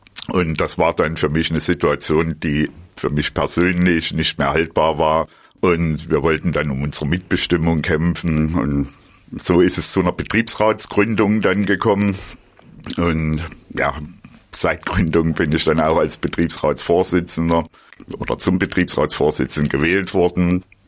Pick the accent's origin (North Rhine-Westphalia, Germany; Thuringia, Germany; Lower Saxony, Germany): Thuringia, Germany; Und mich hat's wieder zurück nach Thüringen in mein Heimatland verschlagen.